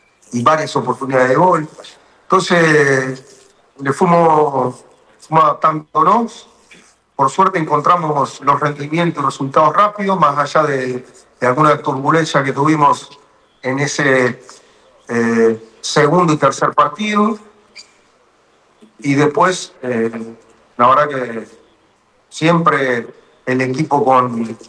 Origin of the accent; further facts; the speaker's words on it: Uruguay; como entrenador y como uruguayo